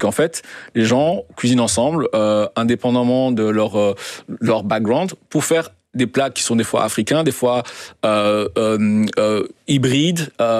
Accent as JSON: {"language": "French", "country": "Belgium", "tie": "born or raised there", "said": "moi j'ai grandi en Belgique, j'ai mes codes et mon cadre esthétique de plein de références sont les mêmes que mes camarades d'école"}